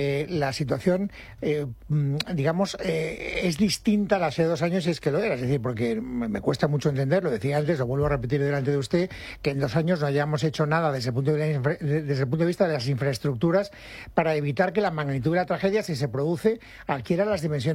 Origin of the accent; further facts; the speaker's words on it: Castellón, Valencian Community, Spain; Valencia y por lo que respecta a Castellón, pues rezaré un Padre Nuestro, porque mucho más no puedo hacer, es mi tierra.